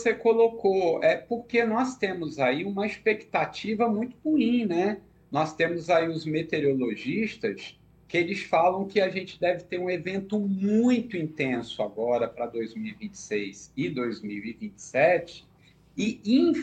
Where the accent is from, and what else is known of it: Brazil